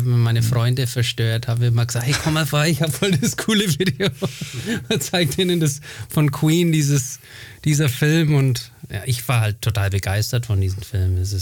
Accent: Nuremberg, Bavaria, Germany; born there; Nee, ich bin in Nürnberg geboren.

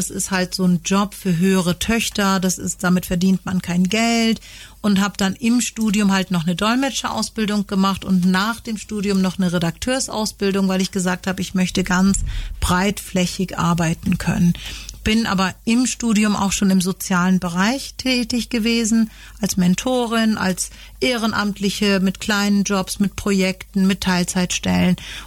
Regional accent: Hamburg, Germany; Ich bin in Hamburg geboren, mhm. habe da auch die Grundschule gemacht

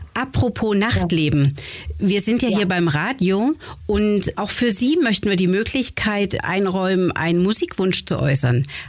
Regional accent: Weimar, Thuringia, Germany; moved away; Ich komme aus Weimar ursprünglich. Das ist da quasi um die Ecke.

